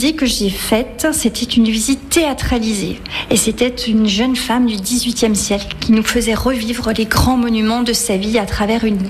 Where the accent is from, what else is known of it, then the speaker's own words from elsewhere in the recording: Besançon, Bourgogne-Franche-Comté, France; Moi je suis née à Besançon, j'ai toujours vécu à Besançon, je suis simplement partie 2 ans à Paris pour compléter mes études, ma formation initiale.